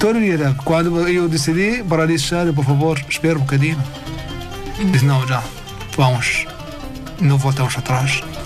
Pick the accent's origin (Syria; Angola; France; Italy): Syria; Portuguese is a second language; moved away as an adult; now in Portugal; nós não temos passaportes de Síria, só passaporte do português.